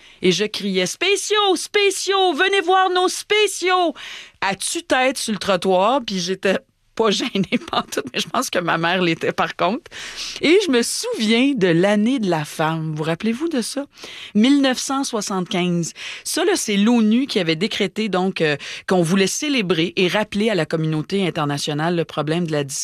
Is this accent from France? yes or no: no; Montreal, Quebec, Canada; puis tellement qu'elle avait une boutique de vêtements à Villemard, dans le sud-ouest de Montréal, là où j'ai grandi.